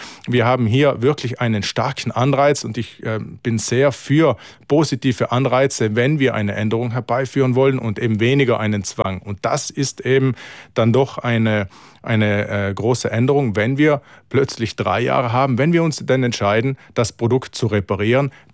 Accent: Trentino-Alto Adige, Italy; Für uns Südtiroler, Südtirolerinnen bedeutet

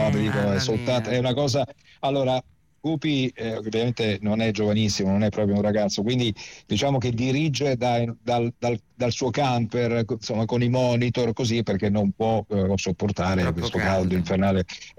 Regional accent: Naples, Campania, Italy; also born or lived in Castellammare di Stabia; io sono campano, nato a Castellammare, cresciuto e a Napoli.

